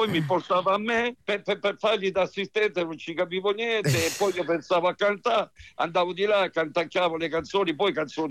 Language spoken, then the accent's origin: Italian; Lecce, Apulia, Italy; also born or lived in Copertino; Perché considera uno che viene da Lecce, come me